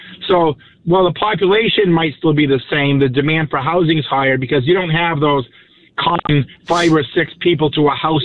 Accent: Keene, New Hampshire, United States; I've been born and raised in Keene, so this, you know, I'm one of those lifetime guys here.

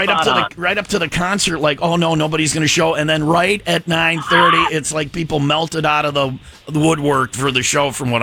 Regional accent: Burlington, Wisconsin, United States; I grew up in Burlington, Wisconsin, right over the border. It's the Burlington of Illinois.

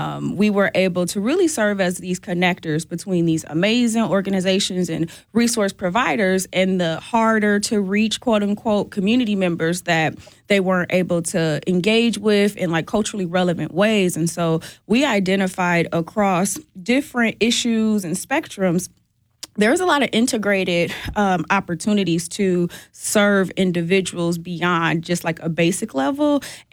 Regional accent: Milwaukee, Wisconsin, United States; born and raised in Milwaukee.

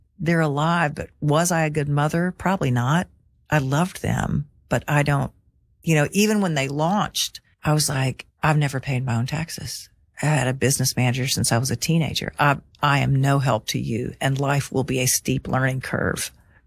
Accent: Nashville, Tennessee, United States; I grew up in Nashville

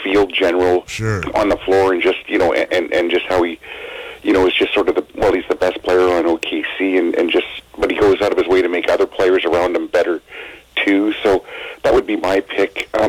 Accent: Canada; I was just saying to your producer, I said, you know, just being Canadian, I guess I'd be biased to see SGA win it.

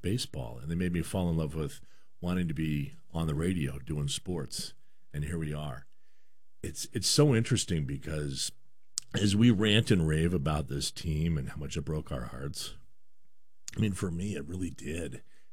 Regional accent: Bellingham, Washington, United States; because back when I was a kid here in town, I grew up in Bellingham.

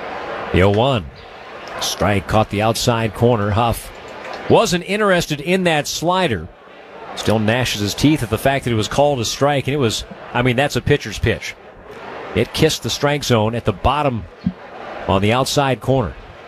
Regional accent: Toledo, Ohio, United States; The house I grew up in Toledo, the living room was kind of an open thing to the dining room. Small house

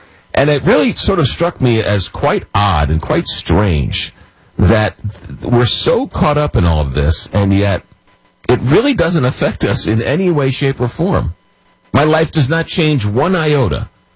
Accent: Long Island, New York, United States; growing up in Long Island, taking the Long Island Railroad into Penn Station.

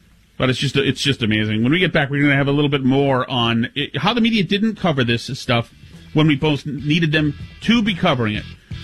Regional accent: Winchester, Massachusetts, United States; now in Newburyport, United States; I'm a North Shore guy. I'm from Winchester, and now I'm way up here in Jupiter. I'm in Newburyport now.

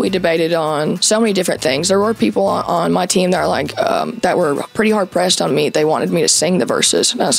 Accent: Alabama, United States; We grew up on all the same kind of music. And we're both from Alabama.

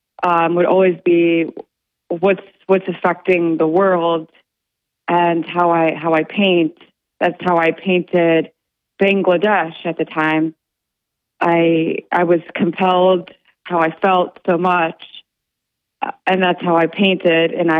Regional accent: Binghamton, New York, United States; born there; I was born in Binghamton, New York, right here, and here in the Southern Tier. And then I went to Austria because my family, my grandmother is Austrian Polish. So I grew up in Austria and in Germany

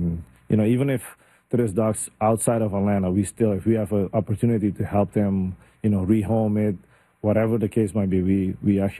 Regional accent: Curaçao; bringing back the tradition that how I grew up in Curacao.

